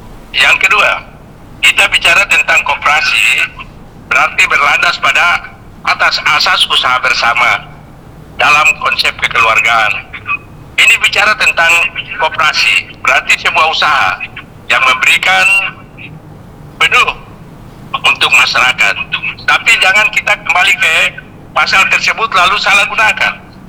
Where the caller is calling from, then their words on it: Indonesia; Saya lihat aja di desa kami atau kecamatan kami di Laut Utara